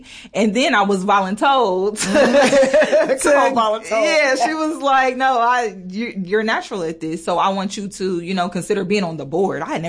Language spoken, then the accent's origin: English; Cleveland, Ohio, United States; Because I grew up on 26 in Cleveland.